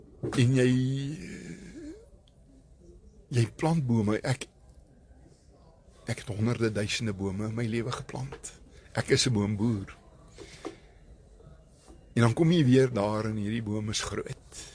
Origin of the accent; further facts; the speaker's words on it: Limpopo, South Africa; As 'n rou transvaler, ek is uit Limpopo stof gemaak.